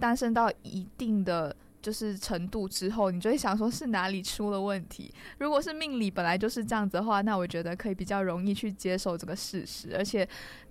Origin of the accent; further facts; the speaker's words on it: Malaysia; 因为我是马来西亚人嘛，然后其实马来西亚人也是蛮迷信的，就是我们这些宗教这些都是有的